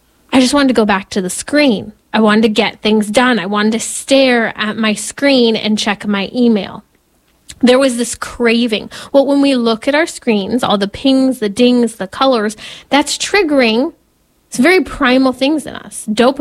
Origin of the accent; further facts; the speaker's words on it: California, United States; Because I love my home state of California.